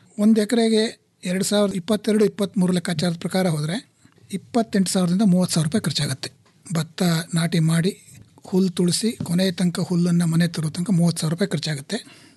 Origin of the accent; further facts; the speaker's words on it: Mysore, Karnataka, India; ವಿದ್ಯಾಭ್ಯಾಸ ನಾನು primary school ನಮ್ಮೂರಿನಲ್ಲೇ ಓದಿದೆ, ಮಿಡ್ಲ್ ಸ್ಕೂಲಿಂದ ಮೈಸೂರಿಗೆ ಶಿಫ್ಟ್ ಆಯಿತು.